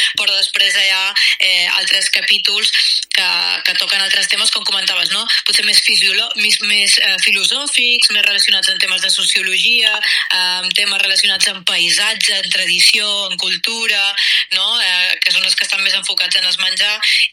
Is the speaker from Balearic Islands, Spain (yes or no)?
yes; Ibiza, Balearic Islands, Spain; Jo soc d'Eivissa